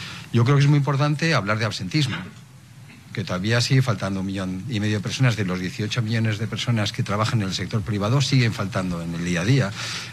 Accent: Spain; nosotros como ciudadanos españoles

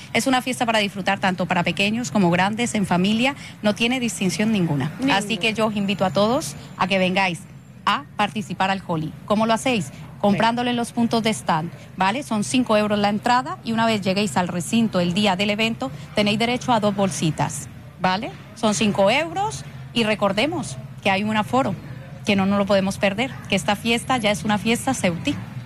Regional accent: Colombia; Yo soy colombiana.

